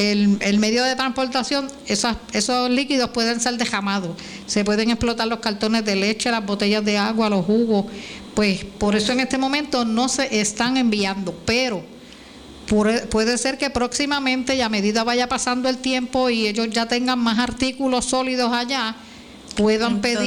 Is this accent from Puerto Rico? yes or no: yes; Puerto Rico; nosotros aquí en Puerto Rico